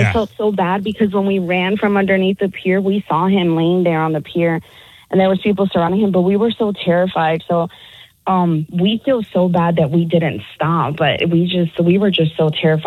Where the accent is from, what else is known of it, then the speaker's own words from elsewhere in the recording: New York, United States; now in Charlotte, United States; Well, I live in Charlotte, but I'm originally from New York.